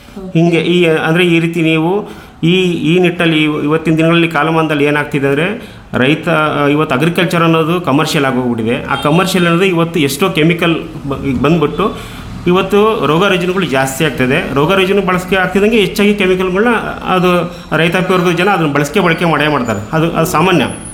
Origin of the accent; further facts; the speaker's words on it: Karnataka, India; ಮೂಲತಃ ನಾನು ಬಂದ್ಬಿಟ್ಟು ಅಬ್ಬಳಗೆರೆ ಹತ್ರ ಕಲ್ಗುಂಗುರು, ನನ್ನ ಹಳ್ಳಿ ಒಂದು ಸಣ್ಣ, ಅದೊಂದು ಕುಗ್ರಾಮ. ಸಿಟಿಯಿಂದ ಹೆಚ್ಚು ಕಡಿಮೆ ಒಂದು 10 ಕಿಲೋಮೀಟ್ರ್ ನಿಯರೆಸ್ಟಲ್ಲಿದೆ. ಅಲ್ಲಿ ಇರ್ತಕ್ಕಂಥದ್ದು ನಾವು ತುಂಬಾ, ನಾವು ಹಳ್ಳಿ ರೈತರು